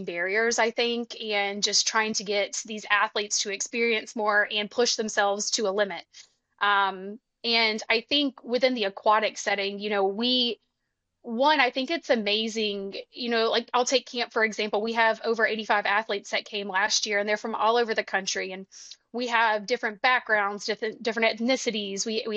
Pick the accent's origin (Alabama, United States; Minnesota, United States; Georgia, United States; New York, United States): Alabama, United States